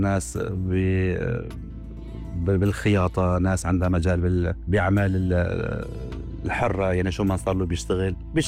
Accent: Syria; moved away as an adult; now in Shepparton, Australia; احنا كجالية سورية

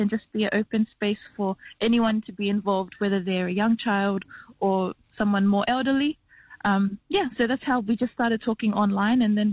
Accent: Blacktown, New South Wales, Australia; also born or lived in Auckland, New Zealand; So yes, I was born in Auckland in Aotearoa, New Zealand, raised in Western Sydney, predominantly in the Blacktown area. I'm of Samoan heritage, representing the villages of Taufusi and Tapatapa'o in Samoa.

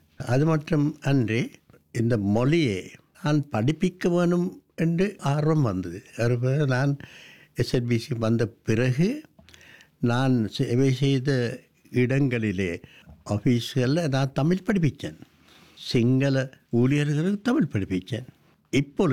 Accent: Sri Lanka; first language Sinhala; Tamil is a second language; எனது தாய்மொழி சிங்களம், ஆனால் தமிழும் என்னது எனது இரண்டாவது தாய்மொழி நான் கூற விரும்புகின்றேன்.

